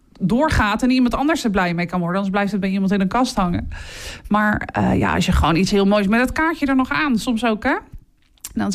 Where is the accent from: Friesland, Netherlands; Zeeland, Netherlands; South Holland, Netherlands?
South Holland, Netherlands; Gouda; now in Katwijk, Netherlands; ik kom uit Gouda.